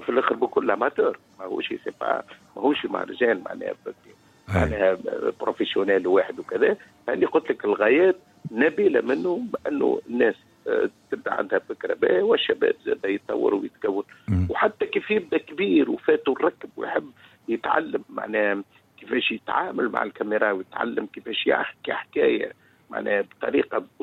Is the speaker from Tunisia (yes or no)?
yes; Tunisia; وإحنا 3 من تونس.